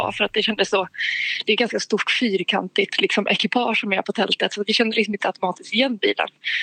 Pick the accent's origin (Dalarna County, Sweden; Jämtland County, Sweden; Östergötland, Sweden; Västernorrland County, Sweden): Jämtland County, Sweden; Östersund; now in Skövde, Sweden; Jag är uppvuxen i Östersund men bor i Skövde